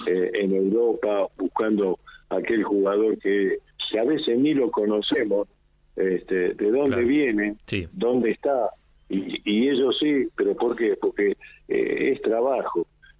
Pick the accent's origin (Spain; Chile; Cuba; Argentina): Argentina